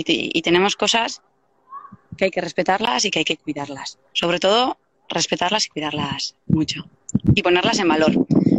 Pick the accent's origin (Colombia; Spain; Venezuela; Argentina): Spain; Deba, Basque Country; born there